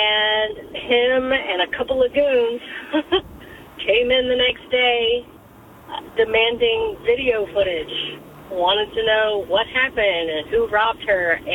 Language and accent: English; Phoenix, Arizona, United States; I'm from Phoenix, Arizona